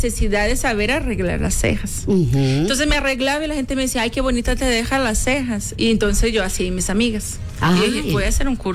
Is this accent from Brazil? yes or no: yes; Brazil; Spanish is a second language; now in Guatemala; soy brasileña.